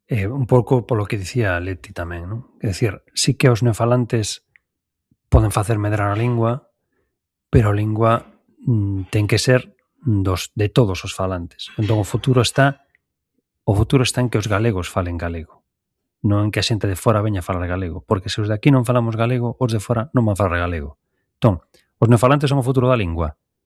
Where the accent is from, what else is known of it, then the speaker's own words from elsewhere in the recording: Galicia, Spain; A ver, galegos somos todos.